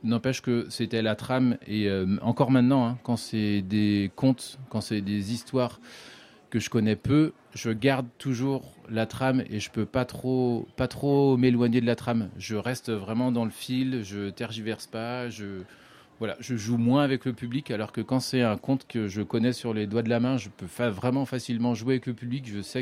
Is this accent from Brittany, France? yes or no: yes; Brittany, France; J'ai grandi en Bretagne